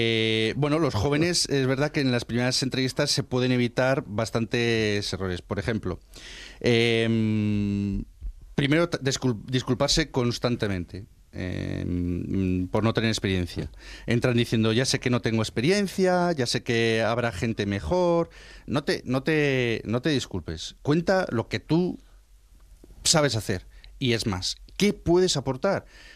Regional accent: Burgos, Castile and León, Spain; now in Extremadura, Spain; Que aquí en Extremadura, yo que soy de Burgos, aquí en Extremadura se puede diferenciar muy bien, ¿no?

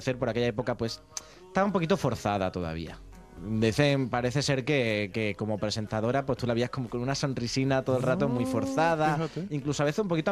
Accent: Spain; Pero, como los españoles somos como somos, porque somos asina.

